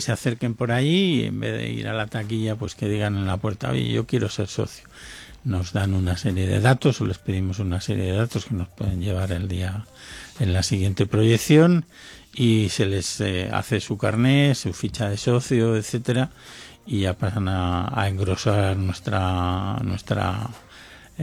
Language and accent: Spanish; Spain; Somos españoles.